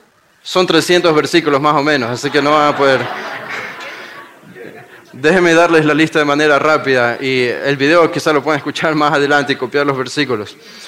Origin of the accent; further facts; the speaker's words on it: Guayaquil, Guayas, Ecuador; Los que somos de Guayaquil entendemos eso allá en Ecuador porque hablamos rápido